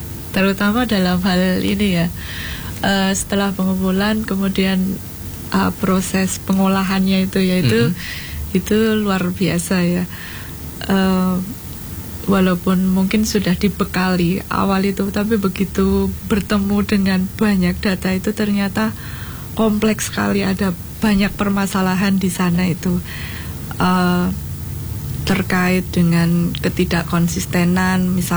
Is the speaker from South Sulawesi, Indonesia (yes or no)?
no; Yogyakarta, Special Region of Yogyakarta, Indonesia; saya ini kan kebetulan hanya orang yang kebetulan lahir di Jogja ya. Lahir dan besar di Jogja